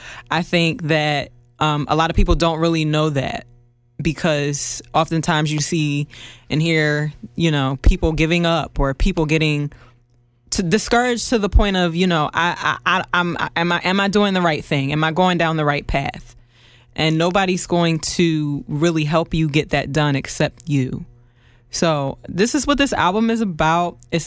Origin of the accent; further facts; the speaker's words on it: Philadelphia, Pennsylvania, United States; no, I'm from Philly.